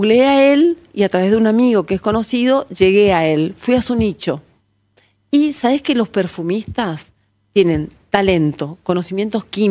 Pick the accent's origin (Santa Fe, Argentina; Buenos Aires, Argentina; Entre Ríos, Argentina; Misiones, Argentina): Buenos Aires, Argentina; yo soy porteña, pero soy hija de Correntina.